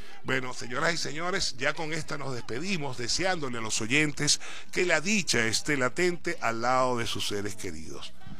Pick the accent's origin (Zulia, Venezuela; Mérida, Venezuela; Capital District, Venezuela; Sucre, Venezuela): Zulia, Venezuela; ustedes saben que nosotros los maracuchos tenemos invadido todas las partes, en todos lados.